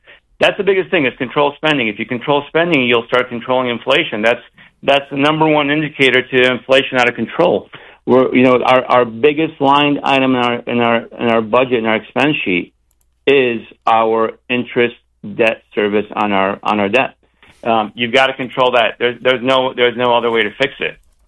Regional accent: Caro, Michigan, United States; now in Florida, United States; So I was raised in Michigan.

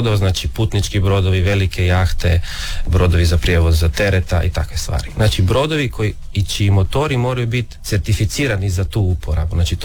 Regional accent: Pula, Istria County, Croatia; mi smo tu iz Pule, pretežito svi, imamo jednog Porečana isto.

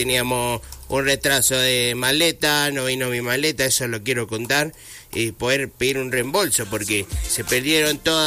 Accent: Argentina

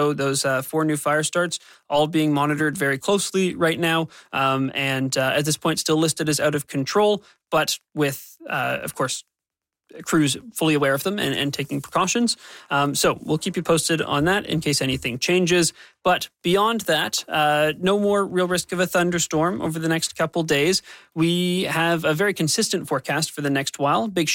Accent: Ontario, Canada; I miss them. I'm from Ontario, I love a good thunderstorm.

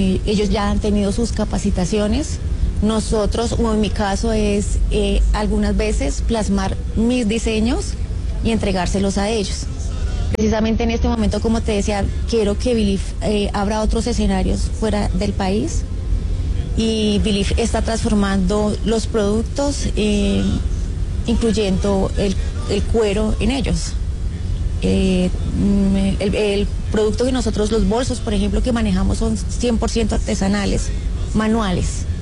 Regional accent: Colombia

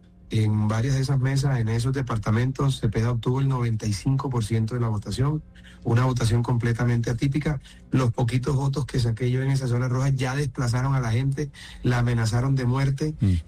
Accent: Colombia; born there; yo nací en Colombia. Yo soy ciudadano por nacimiento. Cumplo los tres requisitos. Mayor de 30 años, ciudadano por nacimiento

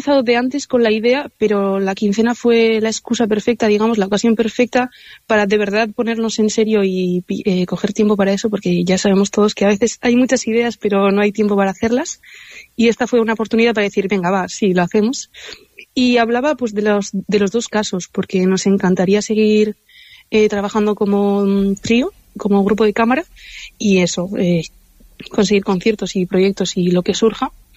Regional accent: Basque Country, Spain; los tres somos vascos y Odi y yo somos de Guipúzcoa

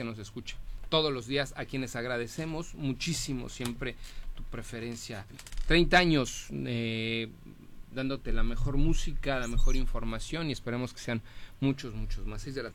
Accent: Mexico; si yo soy mexicano … nací en México, por no ser de una comunidad indígena

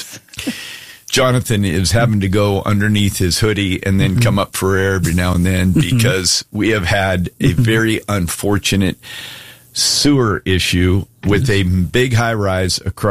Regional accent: Alaska, United States; born there; moved away; I said, yeah, I was. I was born in Alaska.

